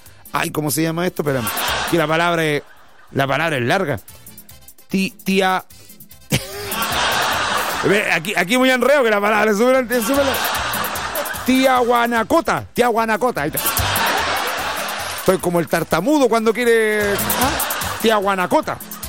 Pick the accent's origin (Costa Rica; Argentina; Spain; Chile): Chile